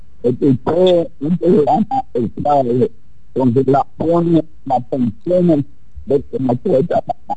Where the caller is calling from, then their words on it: Cotuí, Sánchez Ramírez, Dominican Republic; Yo soy de Cotuí.